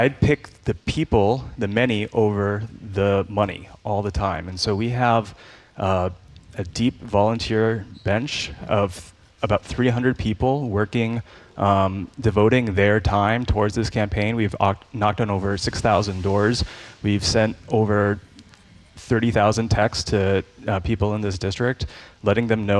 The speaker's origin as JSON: {"language": "English", "town": "Sherborn", "region": "Massachusetts", "country": "United States", "tie": "born or raised there", "said": "I'm a product of public schooling here in Massachusetts. I grew up in Sherbourne. I went to Dover Sherbourne Regional High School."}